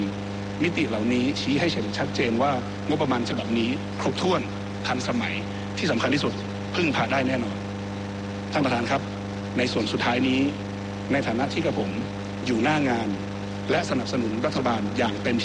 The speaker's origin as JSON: {"language": "Thai", "region": "Northern Thailand", "country": "Thailand", "said": "ผมเองในฐานะคนเหนือส.ส.ภาคเหนือ"}